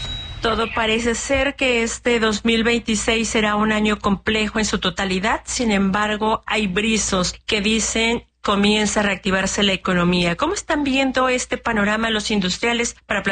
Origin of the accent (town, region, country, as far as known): Mexico